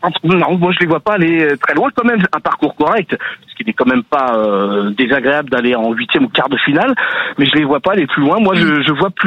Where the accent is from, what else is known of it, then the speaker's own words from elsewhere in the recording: France; moi je suis français, je suis pour la France, je suis toujours pour la France